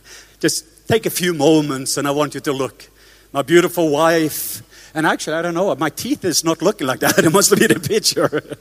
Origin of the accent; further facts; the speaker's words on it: Norway; moved away; he's actually going to go to Norway on Wednesday to my home country.